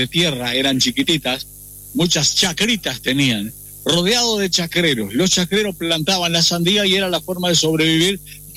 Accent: Tranqueras, Rivera, Uruguay; me crié ahí en Tranquera, en medio de los sandilleros

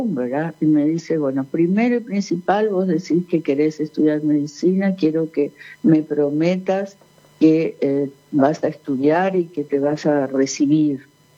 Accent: Argentina; now in Asunción, Paraguay; Sí, yo nací en la Argentina porque mis padres fueron paraguayos que se radicaron en la Argentina.

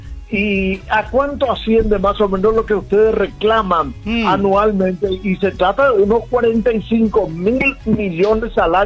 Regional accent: Argentina; now in Paraguay; Yo soy argentino, sí.

